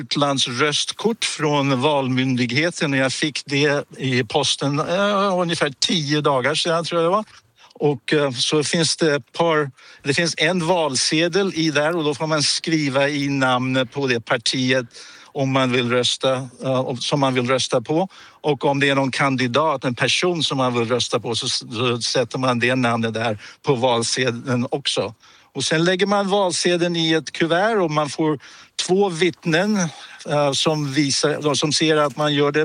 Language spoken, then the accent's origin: Swedish; Sweden; moved away; Det är viktigt för mig för att jag är fortfarande svensk. Jag har varit naturligtvis svensk medborgare hela mitt liv och jag har släkt och en del vänner kvar i Sverige.